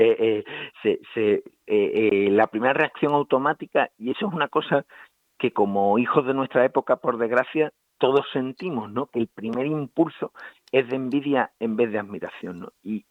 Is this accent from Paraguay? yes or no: no; El Puerto de Santa María, Andalusia, Spain; mi pueblo, que es el Puerto de Santa María